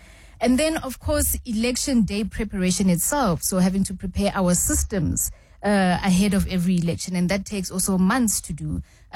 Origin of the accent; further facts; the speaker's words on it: Ga-Rankuwa, Gauteng, South Africa; and I lived in Garankuwa. I grew up in Garankuwa, for instance.